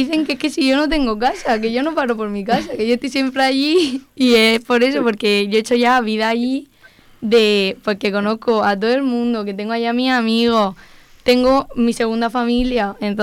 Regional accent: Molina de Segura, Region of Murcia, Spain; yo soy de aquí, de Molina, y yo llegué a la Torre Alta de 5 años porque me eché un novio de allí.

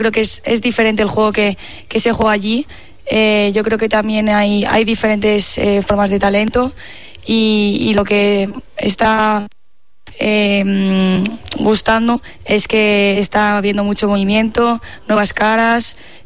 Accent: Madrid, Community of Madrid, Spain; Yo soy de Madrid.

